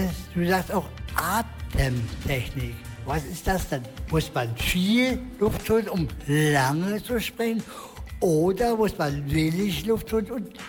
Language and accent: German; Hanover, Lower Saxony, Germany; Ehrlich gesagt, ich komme ja auch nicht aus Bülter, sondern aus Hannover.